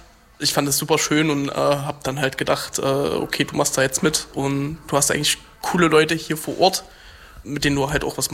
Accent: Altenburg, Thuringia, Germany; also bei uns in Altenburg gab es die Rote Zora, die war super lange aktiv, wo ich dann die letzten Jahre selber auch Mitglied war und auch mit organisiert habe und geholfen habe, veranstaltet habe, bis uns die Stadt halt den Raum weggenommen hat. Und das hatte ich tatsächlich als Jugendli

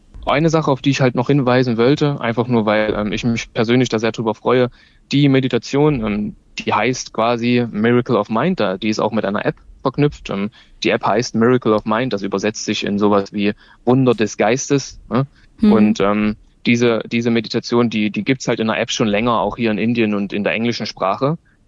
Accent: Erfurt, Thuringia, Germany; moved away as an adult; also born or lived in Leipzig / Hamburg; now in India

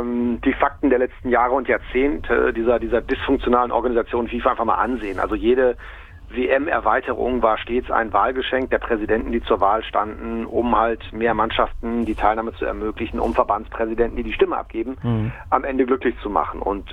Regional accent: Cologne, North Rhine-Westphalia, Germany

